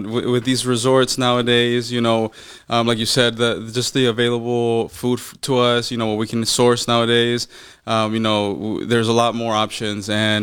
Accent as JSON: {"language": "English", "country": "Mexico", "moved": "yes", "lives_now": "Hawaii, United States", "said": "I'm from Mexico"}